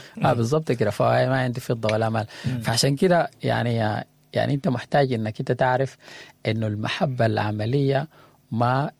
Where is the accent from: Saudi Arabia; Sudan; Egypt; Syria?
Sudan; كسودانيين